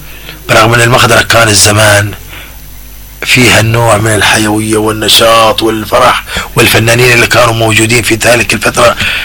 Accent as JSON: {"language": "Arabic", "town": "Mukalla", "region": "Hadhramaut", "country": "Yemen", "said": "عندنا في المكلا"}